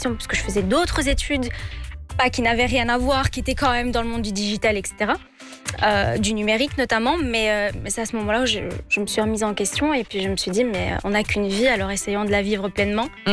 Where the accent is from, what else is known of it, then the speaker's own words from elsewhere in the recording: Belgium; Alors que non, non, en fait, on est belge. On a des nationalités, il y en a qui ont grandi en Belgique, qui sont nés en Belgique, enfin voilà.